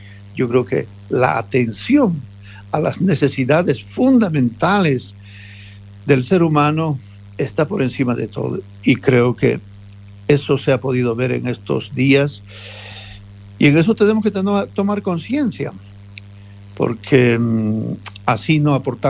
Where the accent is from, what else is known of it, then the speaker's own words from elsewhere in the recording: Bolivia; ¿cómo no vamos a reclamar como bolivianos que la gasolina es trucha, es basura?